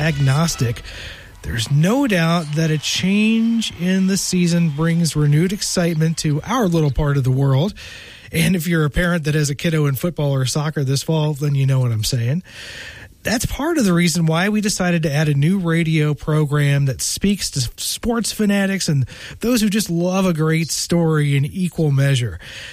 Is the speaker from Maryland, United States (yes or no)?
yes; Baltimore, Maryland, United States; I'm from Baltimore myself